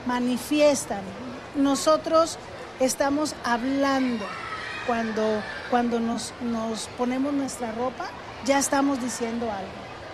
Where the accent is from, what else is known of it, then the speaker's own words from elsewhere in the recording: El Arenal, Jalisco, Mexico; La variedad de verdes, yo que soy del pueblo del Arenal.